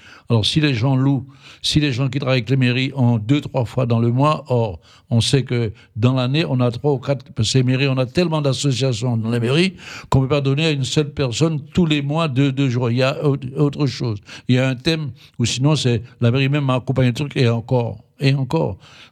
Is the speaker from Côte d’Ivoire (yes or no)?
no; French Guiana; Comme je dis, je suis Guyanais.